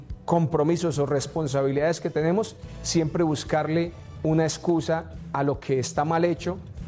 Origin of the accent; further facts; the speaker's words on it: Colombia; Nosotros, como colombianos